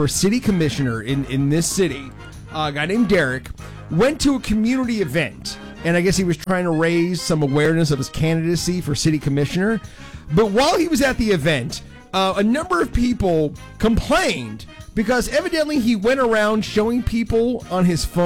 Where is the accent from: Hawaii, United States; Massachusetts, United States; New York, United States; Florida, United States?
Florida, United States; I grew up in Florida, never heard of that city.